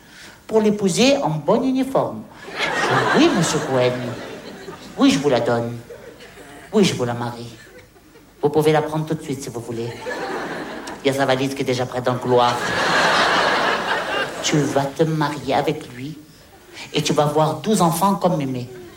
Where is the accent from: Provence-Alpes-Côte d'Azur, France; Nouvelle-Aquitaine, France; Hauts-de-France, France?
Hauts-de-France, France; Mais non, je suis du Pas-de-Calais.